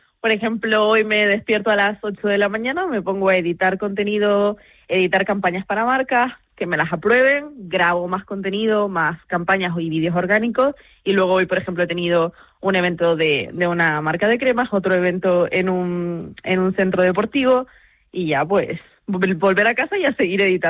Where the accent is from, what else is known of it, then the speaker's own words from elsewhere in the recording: Canary Islands, Spain; Mi compañera vive en Tenerife y yo soy de Gran Canaria.